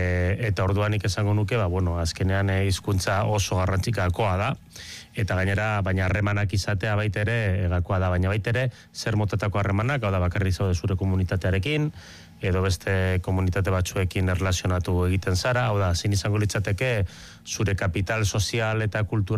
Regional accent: Basque Country, Spain; ni bakarrik euskaldun sentitzen naiz, baina nire euskal nortasuna ez da eskluientea beste nortasun batzuekin, ez?

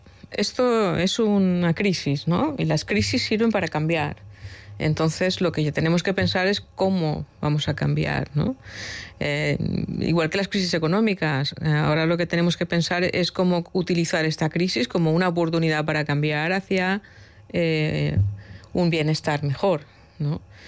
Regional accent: Valencia, Valencian Community, Spain; now in Basque Country, Spain; yo soy de Valencia

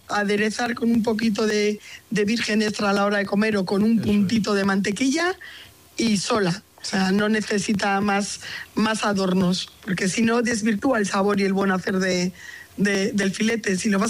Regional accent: Bilbao, Basque Country, Spain; now in Cantabria, Spain; venimos del mismo barrio de Bilbao, porque nosotros somos de Recalde, de Bilbao.

